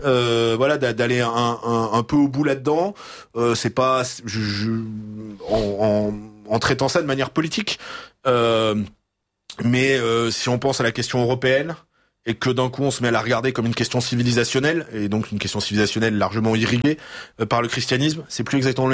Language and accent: French; Nice, Provence-Alpes-Côte d'Azur, France; Moi, je suis très impressionné quand il y a des processions à Nice, comme je disais tout à l'heure, on est des Français assez récents, donc on a un catholicisme assez populaire, un peu à l'italienne